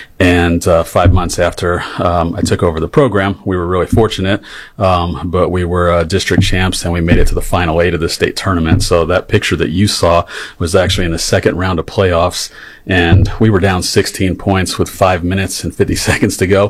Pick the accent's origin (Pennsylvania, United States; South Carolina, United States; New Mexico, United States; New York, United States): New York, United States; I never had a dad growing up in New York. My grandparents were Lutheran missionaries